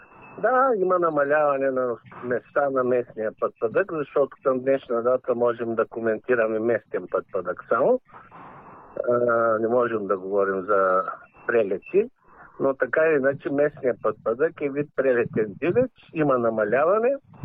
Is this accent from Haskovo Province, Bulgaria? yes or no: no; Ruse, Ruse Province, Bulgaria; Все пак аз съм русенец, съм израсъл на Дунава.